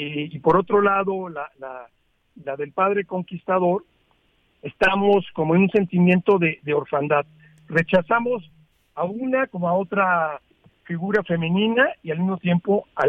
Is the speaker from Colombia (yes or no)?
no; Mexico; Seguiremos siendo mexicanos, orgullosos de nuestros triunfos, pero también unidos por la derrota.